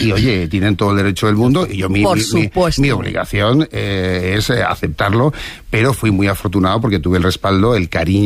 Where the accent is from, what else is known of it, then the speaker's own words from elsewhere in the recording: Seville, Andalusia, Spain; now in Madrid, Spain; Trabajo como becario en Madrid cuando vine de Sevilla